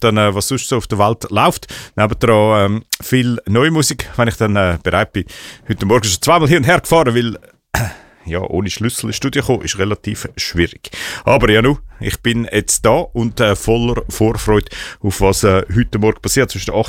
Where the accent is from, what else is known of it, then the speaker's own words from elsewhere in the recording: Switzerland; aber jetzt muss man heute natürlich gewinnen gegen Katar als Schweizer.